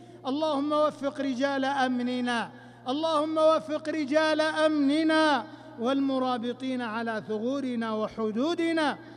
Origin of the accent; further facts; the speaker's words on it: Saudi Arabia; ونحمد الله تبارك وتعالى أن جعل بلادنا المملكة العربية السعودية للتوحيد دارا وللسنة منارا وقرارا